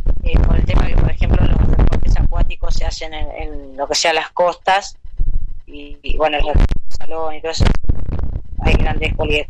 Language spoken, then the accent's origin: Spanish; Buenos Aires Province, Argentina; now in Neuquén, Argentina; así que soy más neuquina que bonaerense ya.